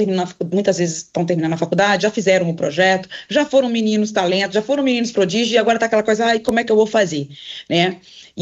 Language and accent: Portuguese; Minas Gerais, Brazil; E como eu sou uma menina do interior do Brasil, como eu sou de um lugar, eu sou do leste de Minas, né, de uma cidade de 80 mil habitantes